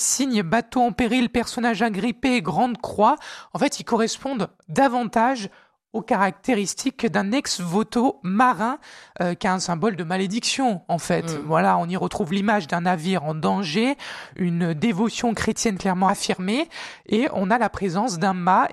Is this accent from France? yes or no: yes; Provence-Alpes-Côte d'Azur, France; chez nous en Provence.